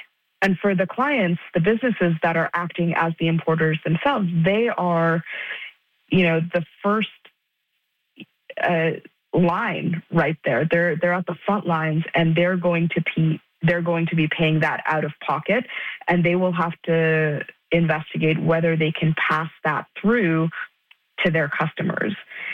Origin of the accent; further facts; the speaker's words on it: Canada; And I don't think that's just because I'm Canadian.